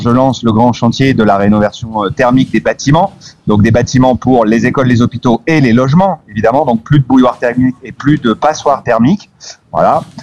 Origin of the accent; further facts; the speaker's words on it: France; Mais je pourrais dire, en tant que Français, on s'enorgueillerait peut-être de montrer la voie, peut-être.